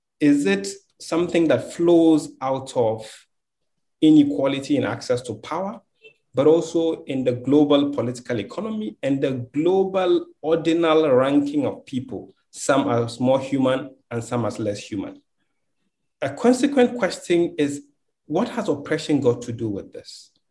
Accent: Ghana; growing up in Ghana

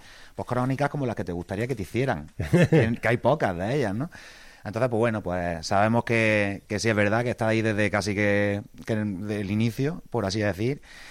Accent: Granada, Andalusia, Spain; me criaron en el Albaicín, mis amigos todos desde nacimiento son gitanos y musulmanes, porque el Albaicín está lleno de... Mi clase estábamos tres payos, el resto eran gitanos y moros, y pues nos hemos criado ahí

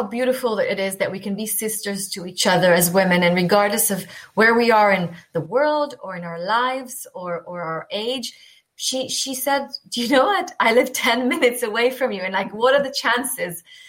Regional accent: Tel Aviv, Tel Aviv District, Israel; moved away as an adult; now in United Kingdom; So I grew up in Israel, a Tel Aviv girl, very respectful of being, you know, Jewish, but not practicing anything because my identity was very clear to me. I was Jewish

